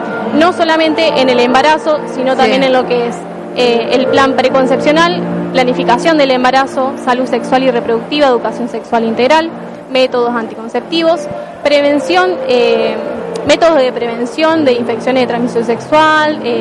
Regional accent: Sunchales, Santa Fe, Argentina; yo estudio en la sede Rafaela Sunchales, particularmente yo soy de Sunchales

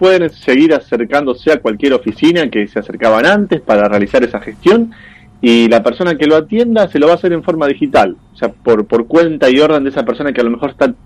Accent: Santa Fe province, Santa Fe, Argentina; Somos una provincia joven

